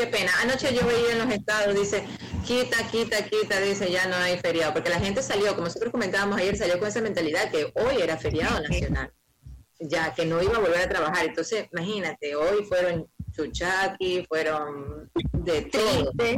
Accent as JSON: {"language": "Spanish", "country": "Ecuador", "said": "Ya nos queda aquí como ecuatorianos"}